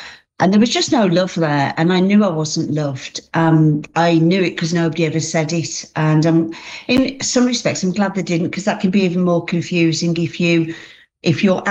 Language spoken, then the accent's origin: English; Walsall, West Midlands, United Kingdom; accent: Black Country; now in Hednesford, United Kingdom; So I grew up in Warsaw, which is very much sort of the middle of the Black Country.